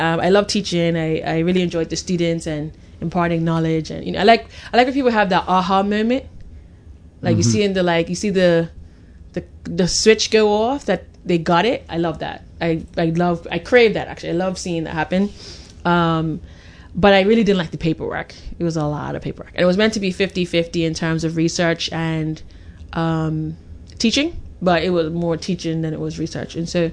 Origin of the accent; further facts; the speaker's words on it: Warwick, Bermuda; also born or lived in England; Because I'm from Warwick.